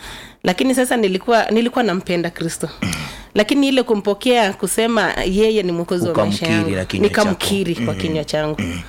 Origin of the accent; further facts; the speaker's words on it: Cheptiret, Uasin Gishu County, Kenya; born there; Nilikuwa AIC Nandet. AIC Nandet iko huko Cheptiret bado, Eldoret, Wasingishu.